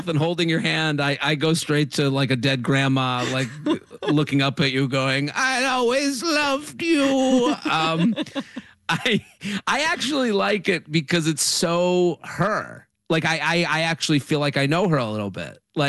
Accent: Needham, Massachusetts, United States; I'm from Needham.

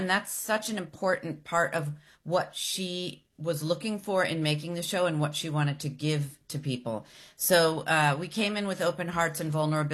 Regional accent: New York, United States; I'm a New Yorker.

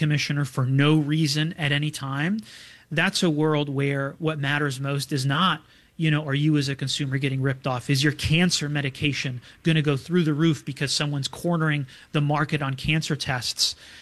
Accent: Binghamton, New York, United States; You know, Josh Riley up in my hometown of Binghamton, New York

